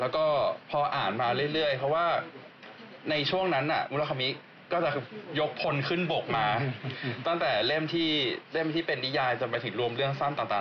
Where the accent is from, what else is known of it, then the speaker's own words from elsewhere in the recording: Bangkok, Thailand; moved away as an adult; now in Japan; ตอนอยู่ไทยผมอยู่กรุงเทพเนาะผมเป็นคนกรุงเทพ